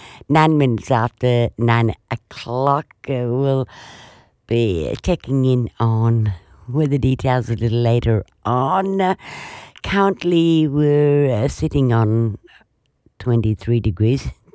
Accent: Broome, Western Australia, Australia; I hail from Broome.

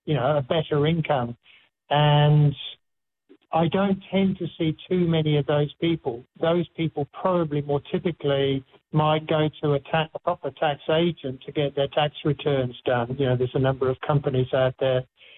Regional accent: Australia; as Australian citizens and therefore as taxpayers

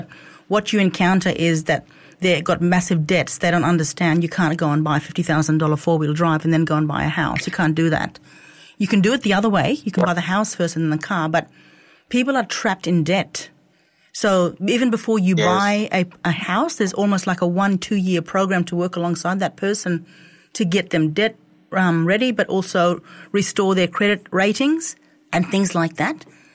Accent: Western Australia, Australia; me and Mitch are in the Kimberley and we're from the Kimberley, we're very familiar with this space.

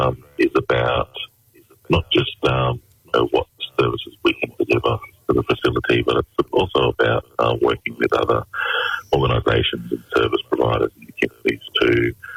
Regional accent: Broome, Western Australia, Australia; I'm originally from Broome and have connections to Yaru and Aboriginal country.

